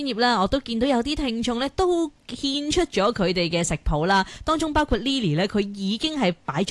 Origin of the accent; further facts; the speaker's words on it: Hong Kong; 我哋香港嚟㗎，我哋香港都好多嘢玩㗎